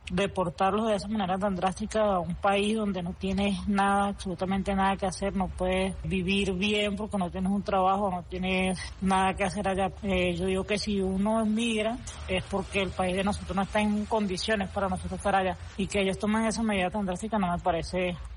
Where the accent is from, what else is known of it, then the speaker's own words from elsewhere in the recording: Venezuela; now in Colombia; Yo soy migrante venezolana regularizada en Colombia.